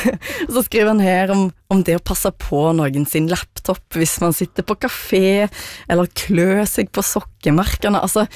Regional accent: Rogaland, Norway; Jeg er jo fra Rogaland.

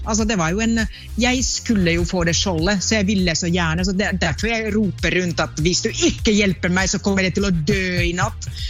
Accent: Finland; now in Norway; jeg er finsk

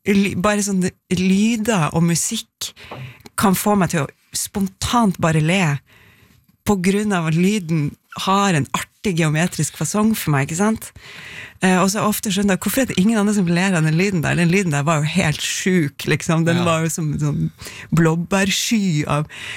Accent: Tverlandet, Nordland, Norway; Du kødder ikke med folk fra Tverlandet.

